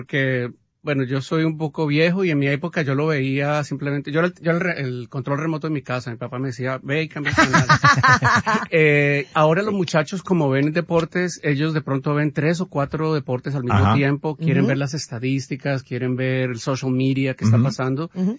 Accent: Colombia; yo soy colombiano

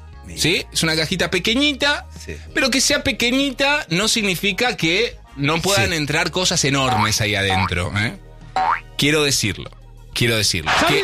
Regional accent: San Martín, Argentina; born there; Bueno, ¿viste? Bueno, soy nacido en San Martín.

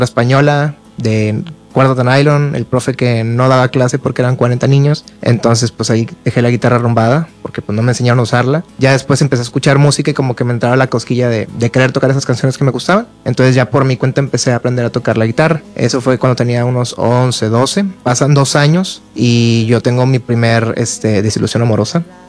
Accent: Guadalupe, Nuevo León, Mexico; Soy de Guadalupe, del municipio de Guadalupe. Criado, nacido ahí.

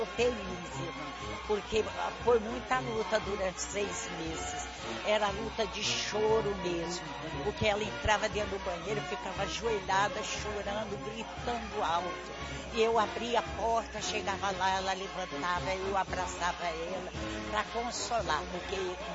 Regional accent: Duque de Caxias, Rio de Janeiro, Brazil; Ah, eu sou de Penha … Eu sou de Vila Rosário, lá em Caxias.

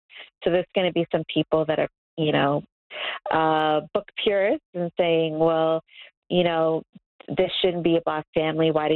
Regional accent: Nigeria; I'm Nigerian

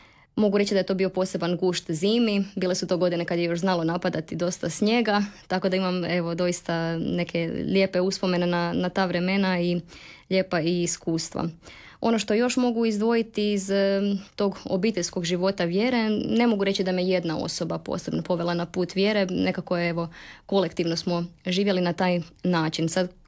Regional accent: Husain, Sisak-Moslavina County, Croatia; now in Zagreb, Croatia; Odrasla sam u jednoj tradicionalnoj katoličkoj obitelji, u jednom malom mjestu nedaleko od Kutine. Najstarija sam od troje djece i dolazim iz dosta velike obitelji.

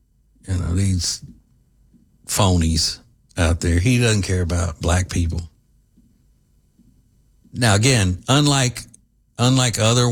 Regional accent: Louisiana, United States; the town I grew up in Louisiana was not diverse at all. It was 50% black, 50% white.

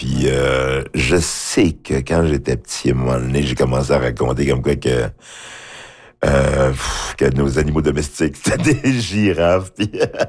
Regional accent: Haiti; Je sais pas, je viens d'Haïti, mais je suis en Haïti, mais qu'est-ce que ça veut dire?

